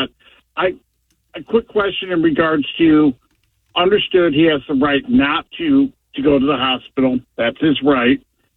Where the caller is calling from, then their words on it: Palm Harbor, Florida, United States; North Pinellas.